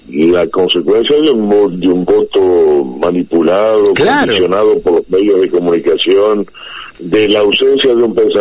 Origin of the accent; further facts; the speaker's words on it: Argentina; quién realmente de los que vivimos en esta parte ya nos sentimos argentinos